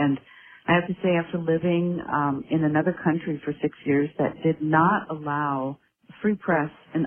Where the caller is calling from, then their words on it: Seaside, California, United States; I'm calling from Seaside, California.